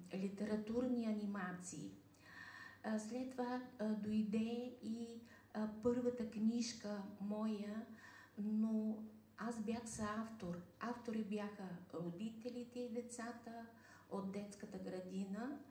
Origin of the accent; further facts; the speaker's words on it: Burgas, Burgas Province, Bulgaria; съм от Бургас.